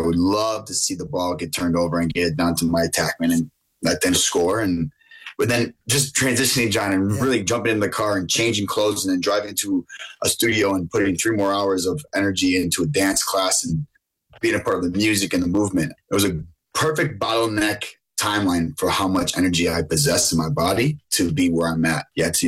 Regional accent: Buffalo, New York, United States; born or raised there

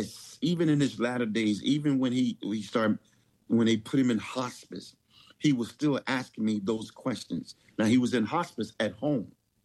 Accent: Philadelphia, Pennsylvania, United States; right here in my hometown, because you know this is where I began in Philadelphia.

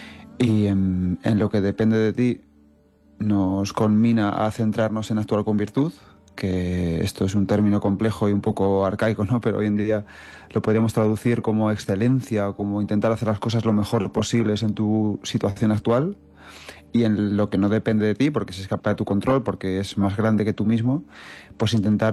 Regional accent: Manzanares, Castilla-La Mancha, Spain; Yo siempre digo que es como cuando yo era pequeño y estaba en mi pueblo, ¿no? Yo soy un pueblo de Ciudad Real muy chiquitín, de Manzanares. Bueno, no tan chiquitín, somos 15, 18.000.

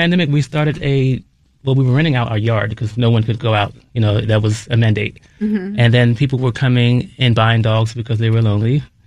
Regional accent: Washington, District of Columbia, United States; I'm from DMV. Like, right. I was born in Southeast DC. Uh-huh. And then my roots is from Southern North Carolina.

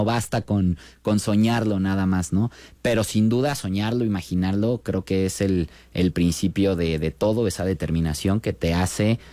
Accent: Mexico

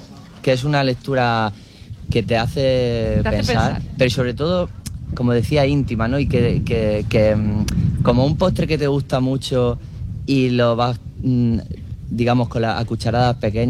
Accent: Aguadulce, Andalusia, Spain; vi que había una editorial de Almería, en concreto de Agua Dulce. Yo soy de Agua Dulce, además.

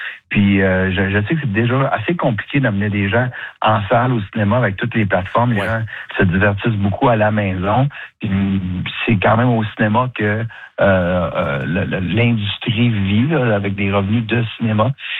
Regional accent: Drummondville, Quebec, Canada; moi, je viens de Drummondville, je l'ai dit, là. C'est pas très loin de Québec.

